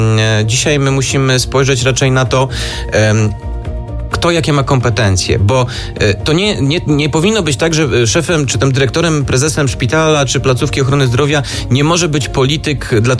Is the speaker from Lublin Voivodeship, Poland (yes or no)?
yes; Lublin, Lublin Voivodeship, Poland; moved away as an adult; now in Warsaw, Poland; jestem z Lublina. Tak, przyjechałem do Warszawy uprawiając zupełnie inny zawód